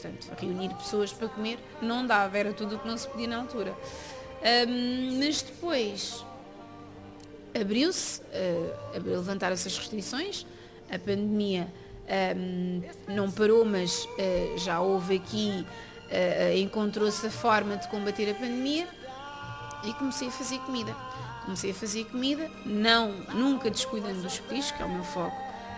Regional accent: Lisbon, Portugal; aqui mesmo no bairro. E eu, porque não, foi onde eu cresci

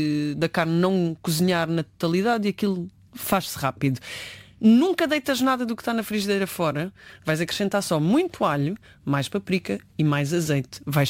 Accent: Alentejo, Portugal; Eu sou alentejana, nota-se.

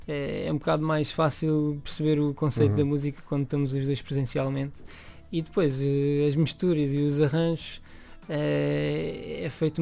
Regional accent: Portimão, Algarve, Portugal; moved away as an adult; also born or lived in Manchester; eu sou de Portimão.

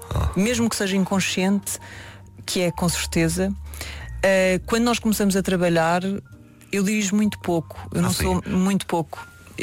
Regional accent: Alentejo, Portugal; eu como eu sou alentejana, para mim seria quase ridículo imaginar um filme feito por atores no Alentejo a fingir que eram alentejanos.

